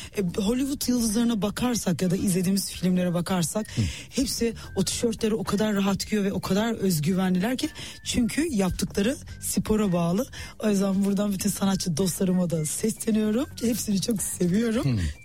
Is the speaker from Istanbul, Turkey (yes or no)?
no; Kırıkkale, Turkey; Şimdi ben Kırıkkaleliyim. Ankaralıyım.